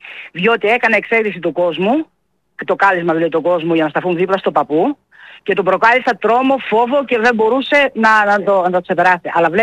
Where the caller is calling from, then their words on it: Greece; Και εγώ σαν Ελληνίδα που είμαι